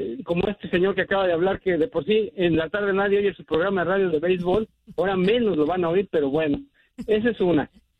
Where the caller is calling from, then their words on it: Tijuana, Baja California, Mexico; De Tijuana.